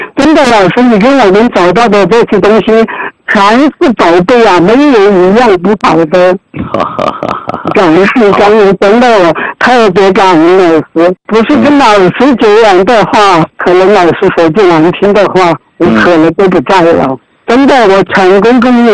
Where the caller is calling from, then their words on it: Suining, Sichuan, China; 我是来自四川肃宁的一位学员。